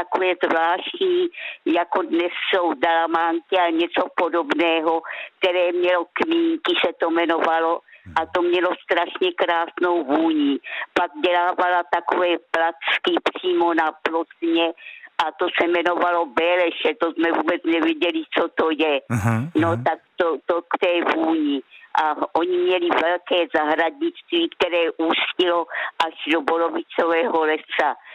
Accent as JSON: {"language": "Czech", "town": "Rohatec", "region": "South Moravian Region", "country": "Czechia", "tie": "born there", "said": "Narodila jsem se v Rohací u Hodonína a tam jsem měla babičku, té se říkalo stařenka a stařeček"}